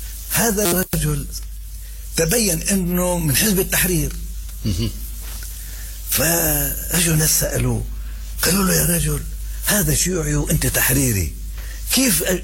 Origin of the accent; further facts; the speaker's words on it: Jerusalem, Palestine; أنا من القدس